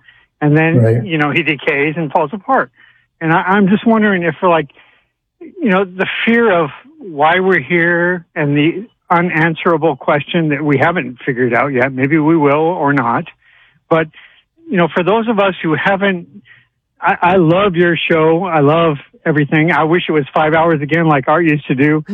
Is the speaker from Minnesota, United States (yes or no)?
no; Sedona, Arizona, United States; And, well, I grew up in Sedona, Sedona, Arizona.